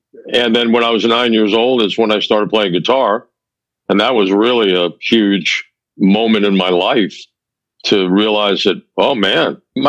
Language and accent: English; Mexico City, Mexico; I grew up in Mexico City.